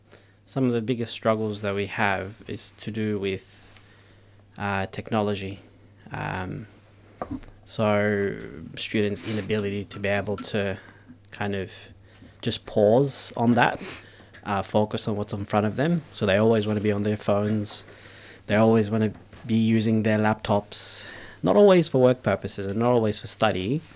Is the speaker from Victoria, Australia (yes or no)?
yes; Melbourne, Victoria, Australia; So I grew up in the Flemington area, that's where I was, where I grew up